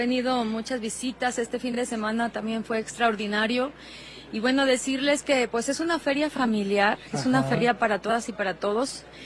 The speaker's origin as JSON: {"language": "Spanish", "region": "Aguascalientes", "country": "Mexico"}